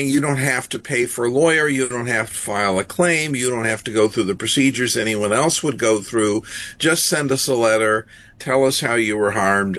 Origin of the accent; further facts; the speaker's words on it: United States; And I said, well, I'm an American, and at this point, we're pretty corrupt, too.